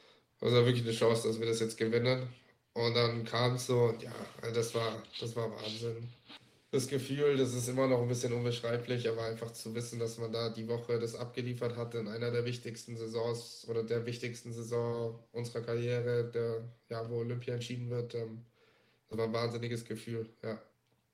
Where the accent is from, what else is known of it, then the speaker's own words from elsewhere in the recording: Southern Germany, Germany; Wir kommen alle aus dem Süden von Deutschland.